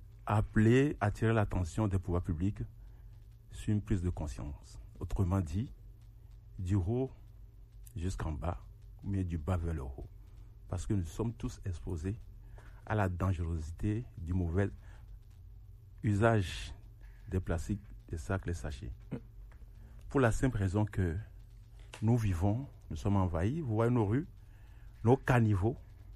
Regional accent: Togo; born there; moved away as an adult; also born or lived in France; Je suis né au Togo, j'ai quitté le Togo quand j'avais 23 ans.

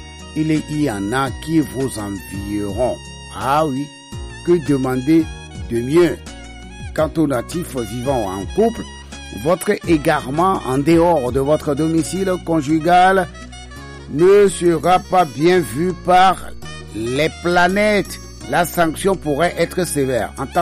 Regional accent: Togo; en tant que Togolais

